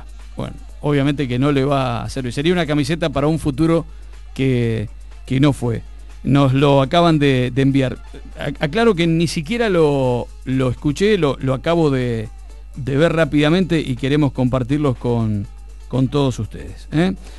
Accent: Argentina; a nosotros nos tocó perder como argentinos

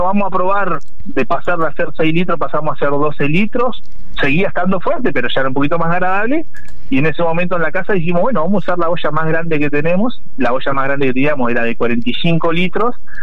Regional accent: Argentina; born there; also born or lived in Buenos Aires; Después volví a mi pueblo acá, y 2004, bueno, ya había nació nuestro hijo en el 2005, así que ya me quedé acá, no me fui más.

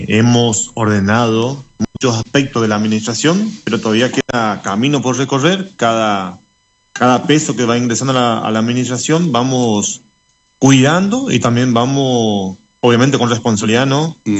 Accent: Corrientes, Argentina; nosotros somos de Guaraví, la localidad de Guaraví.

